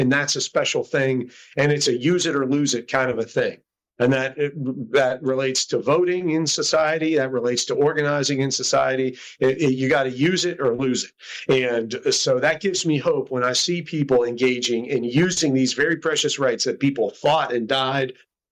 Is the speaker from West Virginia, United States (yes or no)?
yes; Morgantown, West Virginia, United States; born there; Well, I was born in Morgantown, and my mom's from Greenbrier County, more far southern, St. Nicholas, Greenbrier areas. My dad's from up in Altoona, PA, railroad country. And they met up around Morgantown, so that's where I came into the picture.